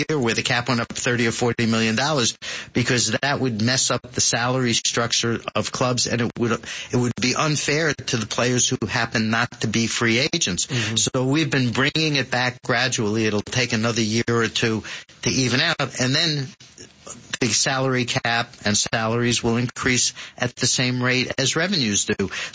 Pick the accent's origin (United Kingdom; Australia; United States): United States; New York; born or raised there